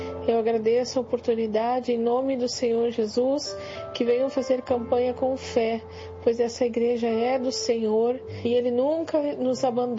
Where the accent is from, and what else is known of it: Porto Alegre, Rio Grande do Sul, Brazil